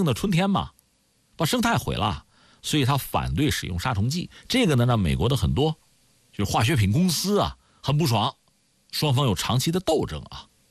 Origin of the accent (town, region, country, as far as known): China